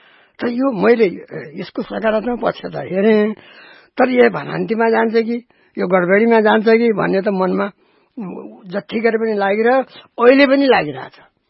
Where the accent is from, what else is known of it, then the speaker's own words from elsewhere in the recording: Dang, Lumbini Province, Nepal; म यही धुलोमा हुर्केँ, यही दाङकोहरूमा दाङकै माटोमा जन्मे